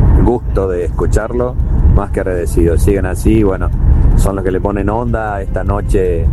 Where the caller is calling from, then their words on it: Hernando, Córdoba, Argentina; de Hernando.